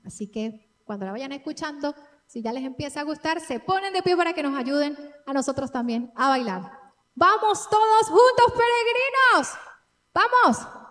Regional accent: Táchira, Venezuela; nosotros como tachirenses, como venezolanos, creemos en un Cristo

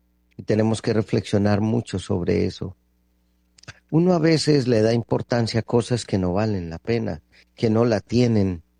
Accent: Colombia

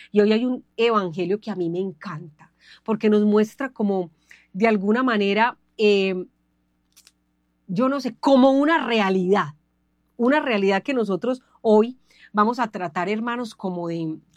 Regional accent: Medellín, Antioquia, Colombia; Ah, nosotros somos de Medellín, Antioquia.

